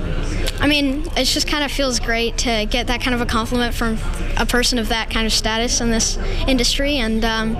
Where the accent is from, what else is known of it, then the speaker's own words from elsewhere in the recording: Vancouver, British Columbia, Canada; I'm from Vancouver, BC, Canada, and I am 13 years old as of 24 hours ago.